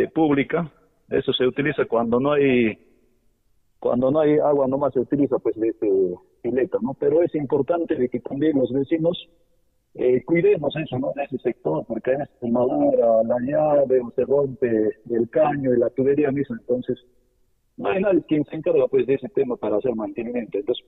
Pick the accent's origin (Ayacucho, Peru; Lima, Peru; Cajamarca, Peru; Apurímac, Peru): Apurímac, Peru; Cotabambas; como buenos cotabambinos, peruanos